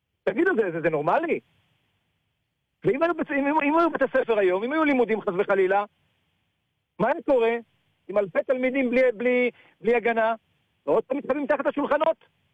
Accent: Kiryat Shmona, Northern District, Israel; אני נולדתי פה. נולדתי בצריף הירוק בקריית שמונה. גדלתי פה, התחנכתי פה

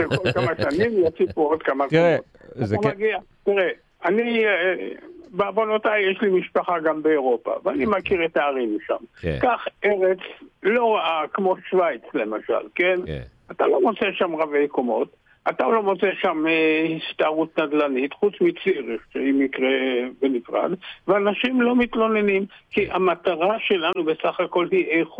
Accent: Haifa, Haifa District, Israel; כל השכונות האלה שאני דרך אגב גדלתי בהן.

